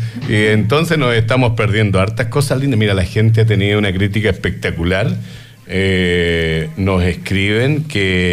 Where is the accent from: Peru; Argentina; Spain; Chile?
Chile; como decimos acá en Chile, muy cersi.